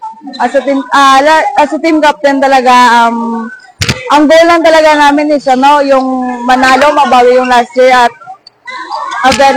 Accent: Iloilo City, Western Visayas, Philippines; Taga-Iloilo kami, si Amy, taga-Pututan. Bali kami yung taga-city, siya yung province.

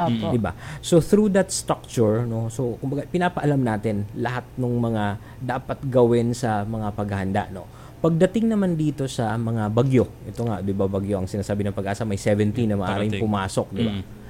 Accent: Masbate, Bicol Region, Philippines; Pareho pala tayong Bicolano.

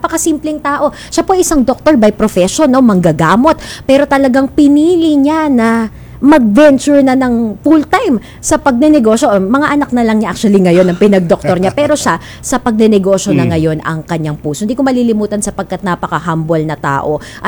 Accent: Bulacan, Central Luzon, Philippines; accent: Bulacan; Lumabas na yung Bulacan accent ko sapagkat ako po pala ay isang proudly Bulacan.

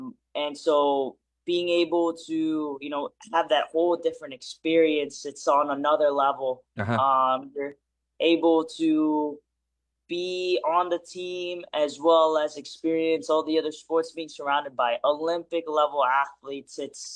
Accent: Philippines; being able to represents my home country, mm-hmm. and then in such a amazing fashion, and just getting to experience all that, the pride that the Philippines country also has for their athletes

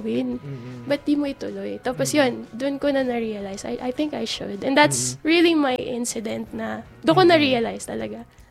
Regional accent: Manila, Metro Manila, Philippines; And at the time po, I'm not from Laguna. I'm really from Manila. So lumaki po kaming Maynila.

